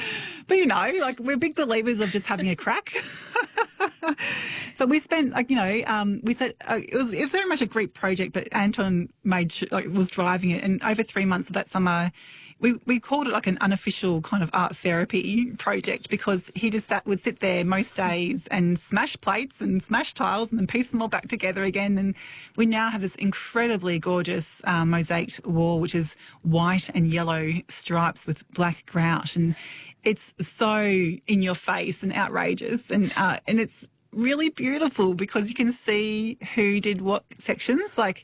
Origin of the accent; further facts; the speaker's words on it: Brisbane, Queensland, Australia; I grew up in Brisbane, and when I go back there, I was like, oh, I just feels like, you know, it's home is in your bones.